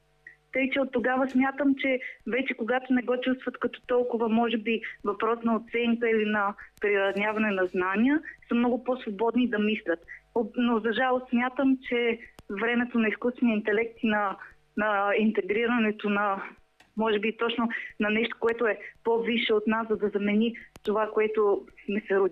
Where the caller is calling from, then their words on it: Novi Iskar, Sofia City, Bulgaria; От Нови Искър.